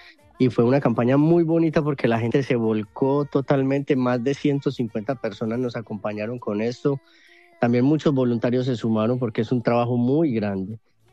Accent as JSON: {"language": "Spanish", "country": "Colombia", "moved": "yes"}